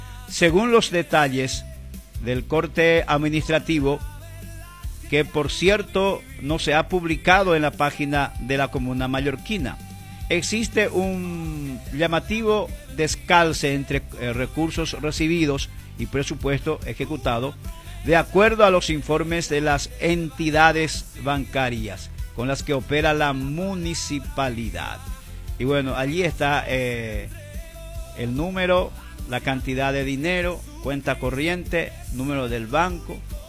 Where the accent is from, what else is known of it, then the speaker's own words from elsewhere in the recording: Paraguay; somos paraguayos y de que somos ciudadanos